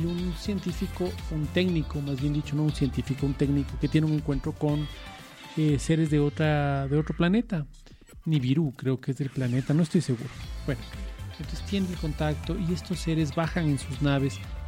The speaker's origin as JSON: {"language": "Spanish", "town": "Quito", "region": "Pichincha", "country": "Ecuador"}